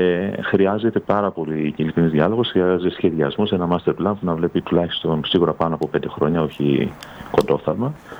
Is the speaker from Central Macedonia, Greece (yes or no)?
no; Pollonia, South Aegean, Greece